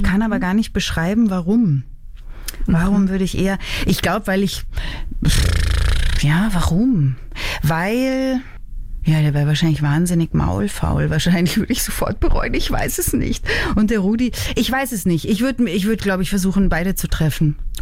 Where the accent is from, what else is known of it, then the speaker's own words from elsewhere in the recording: Taufkirchen, Bavaria, Germany; ich bin ja aus Oberbayern, wir haben einen Taufkirchen südlich von München, ganz in der Nähe bin ich groß geworden.